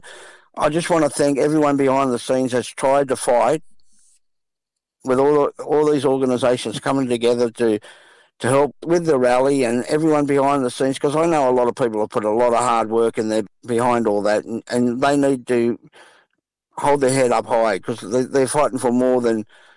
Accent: Waterloo, New South Wales, Australia; just to see Waterloo, because I grew up in Raglan Street back in the day

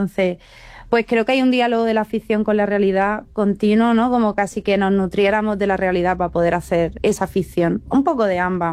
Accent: Granada, Andalusia, Spain; now in Madrid, Spain; Yo soy una directora de Granada, afincada ahora en Madrid. Estudiaba en Barcelona, estudié en Donosti también

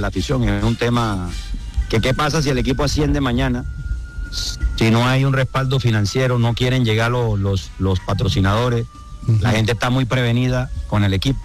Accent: Cartagena, Bolívar, Colombia; Entonces, como yo me muevo en la ciudad, yo soy cartagenero.

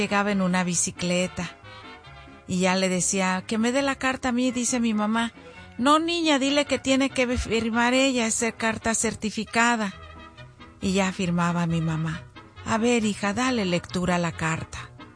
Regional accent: Mexico; moved away; Y él está allá en México, en mi pueblo.

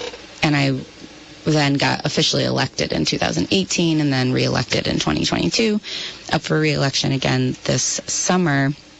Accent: Quechee, Vermont, United States; I grew up in Queechee, Vermont. I went to Hartford High School.

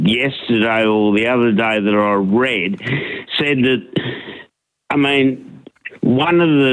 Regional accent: Australia; You know, we're Australian.

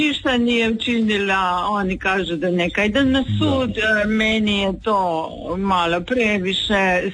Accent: Koper, Slovenia; Da, iz Kopra sam

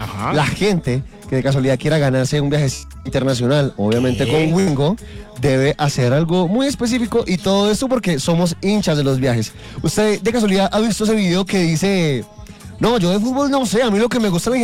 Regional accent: Colombia; todos los colombianos somos hincha de la Sele

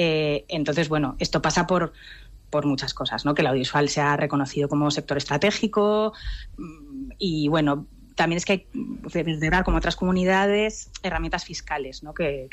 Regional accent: Zaragoza, Aragon, Spain

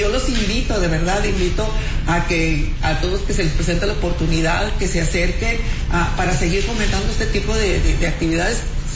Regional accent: Mexico; Siempre he dicho que no somos mexicanos nada más en septiembre, somos mexicanos todo el año, ¿verdad?

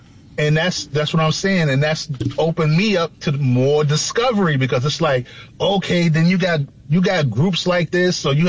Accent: the North, United States; I'm from the North.

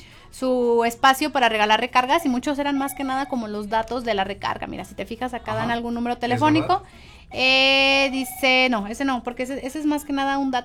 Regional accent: Valparaíso, Zacatecas, Mexico; yo soy de Los Tapia, de ahí del pueblito, que están acá más para el lado de San Miguel, para San Mateo

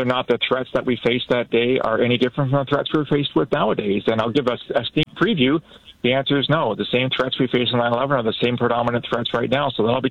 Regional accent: London, Ontario, Canada; I grew up in London. There was London Steel. London Steel closed decades ago

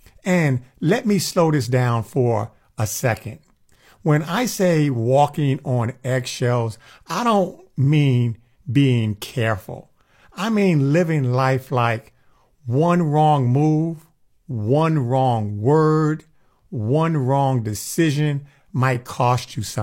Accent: New York City, New York, United States; Even as a young kid growing up in New York City, you know, where life is fast, life is hard

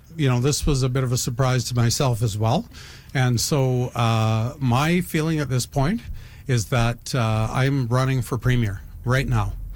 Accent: Surrey, British Columbia, Canada; also born or lived in Bridgeview / Salmon Arm / Cariboo; I was born in Bridgeview, raised in Surrey till I was around 13. My dad took us up to Salmon Arm, and I went to the Cariboo when I was a very young guy looking for work. And I've been there ever since.

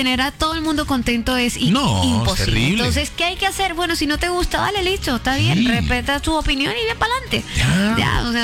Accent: Barranquilla, Atlántico, Colombia; nosotros como barranquilleros

